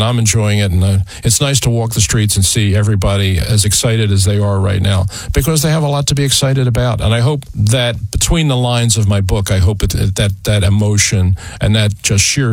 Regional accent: Philadelphia, Pennsylvania, United States; raised here, went to school here, and worked here my whole life. I've never worked anywhere else. I am as Philadelphian as a Philadelphian can possibly be.

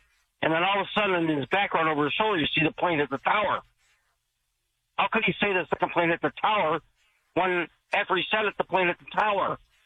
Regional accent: New York, United States; now in Maui, United States; I was born in New York and grew up there, and I remember 9/11.

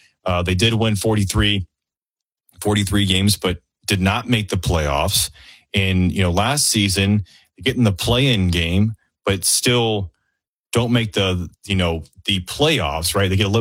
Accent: Charlotte, North Carolina, United States; I'm from Charlotte

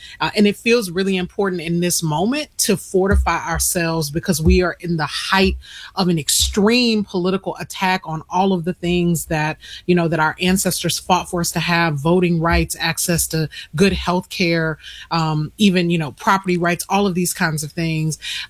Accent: Louisiana, United States; my life growing up as a small town Southern girl in Northern Louisiana

